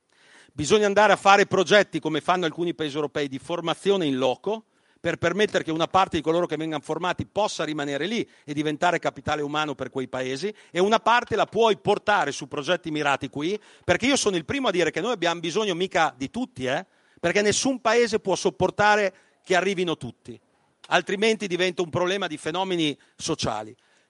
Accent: Emilia-Romagna, Italy; Volete che parliamo delle mie parti dove si produce il parmigiano reggiano?

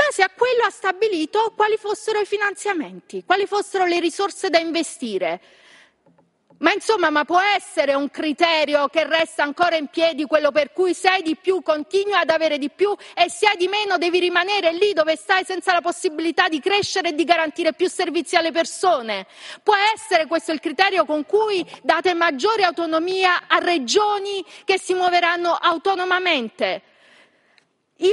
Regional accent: Southern Italy, Italy; io sono una fiera figlia del sud, della mia terra, del mezzogiorno, io sono una fiera figlia della mia terra e lo rivendico con orgoglio

